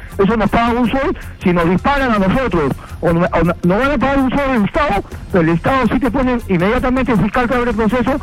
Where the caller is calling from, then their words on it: San Isidro, Lima, Peru; San Isidro seguro, no hay extorsiones, no hay sicariato, no hay nada de eso.